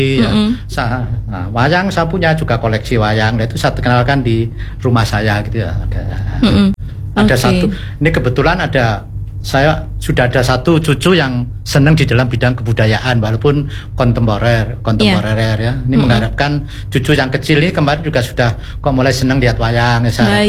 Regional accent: Java, Indonesia; Kebetulan karena saya orang Jawa

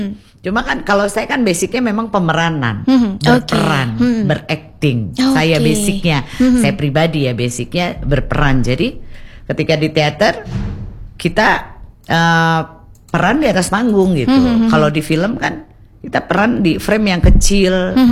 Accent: Banten, Indonesia; first language Bantenese Javanese (Jawa Serang); Indonesian is a second language

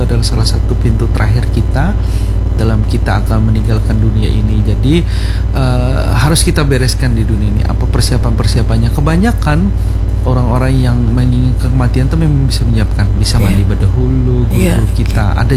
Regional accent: Banjar, South Kalimantan, Indonesia

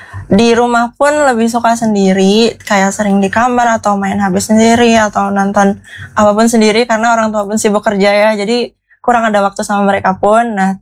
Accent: Klaten, Central Java, Indonesia; Kalau buat aku sendiri, karena aku bukan orang sini ya. Aku tuh orang Klaten dan kuliah di sini.

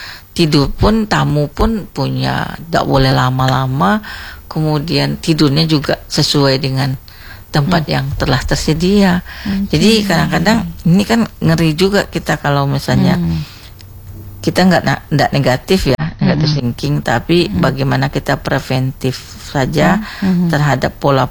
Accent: West Sumatra, Indonesia; aku kan orang Minang.

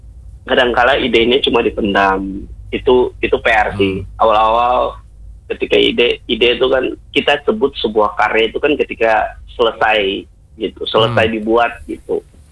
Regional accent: Maluku, Indonesia; saya asli Maluku

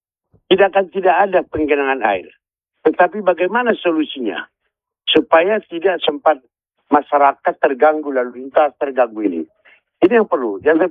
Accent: Medan, North Sumatra, Indonesia; sebagai anak Medan

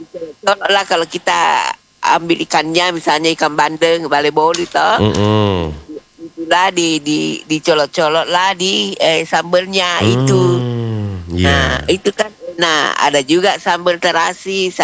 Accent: Palopo, South Sulawesi, Indonesia; moved away as an adult; also born or lived in Wajo Regency; now in Gowa Regency, Indonesia; Lahir dan besar di Palopo. Setelah menikah ditinggalkan kota kelahiran, menetap di Kabupaten Goa sekarang.

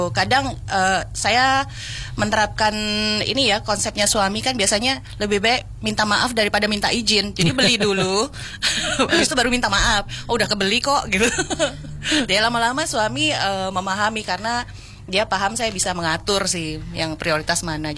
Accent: Pontianak, West Kalimantan, Indonesia; moved away; Jadi kalau kebetulan saya itu kan aslinya dari Pontianak, Kalimantan Barat.

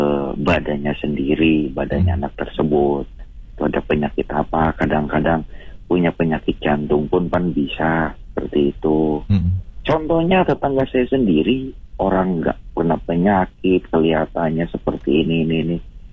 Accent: West Java, Indonesia; Kayak orang ngecom ya berarti kalau bahasa Sundanya. Karena saya orang Sunda ya.

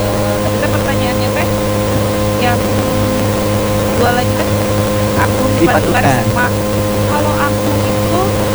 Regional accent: West Java, Indonesia

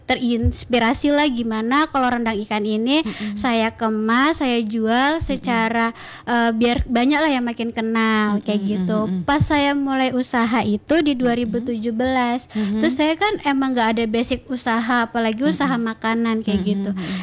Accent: Pangkalan Koto Baru, West Sumatra, Indonesia; Di daerah saya, yaitu di Pangkalan 50 Koto. Kita tuh manggil abang itu Ombak, makanya brandnya Pak Ombak, kayak gitu.

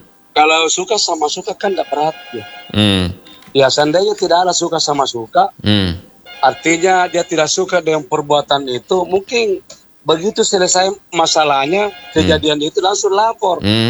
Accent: South Sulawesi, Indonesia; ada juga istilah kita, yeah, orang Bugis Makassar

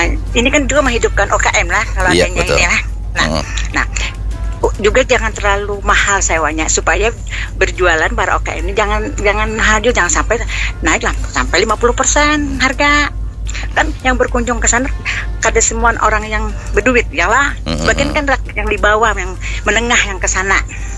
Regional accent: Banjarmasin, South Kalimantan, Indonesia; Jadi harapan kami itulah sebagai warga Banjarmasin, mudah-mudahan ini berlanjut.

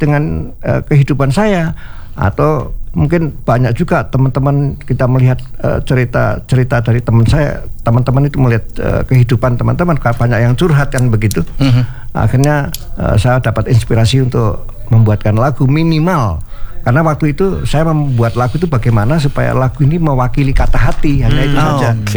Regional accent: Surakarta, Central Java, Indonesia; now in Jakarta, Indonesia

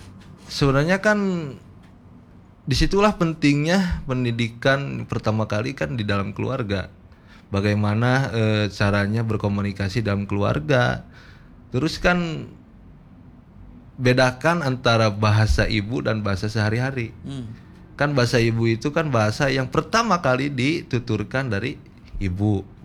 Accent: West Java, Indonesia; born there; kita sebagai orang Sunda pituin lah

